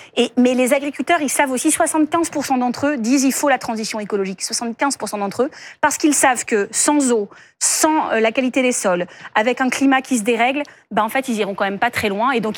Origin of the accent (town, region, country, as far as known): Saint-Omer, Hauts-de-France, France